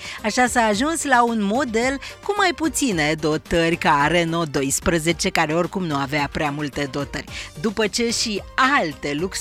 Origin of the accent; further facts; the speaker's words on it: Romania